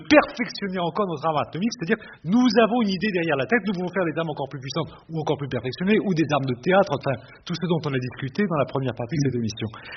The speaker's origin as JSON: {"language": "French", "country": "France", "said": "nous étions, en tant que Français, je ne dis pas soumis aux lazis du monde, mais enfin, les gens nous discutaient avec nous d'un air un peu peiné"}